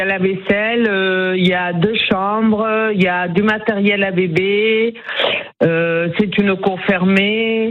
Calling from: Nouvelle-Aquitaine, France; je vous appelle donc de Brache.

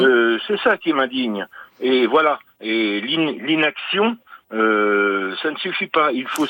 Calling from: Occitanie, France; Chez moi, en Aveyron

